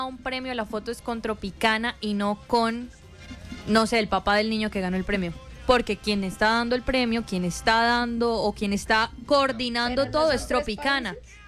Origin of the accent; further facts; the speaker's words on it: Colombia; nosotros como colombianos